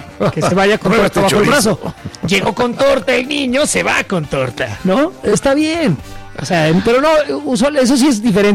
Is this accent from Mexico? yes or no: yes; Mexico; Porque es porque somos mexicanos, güey.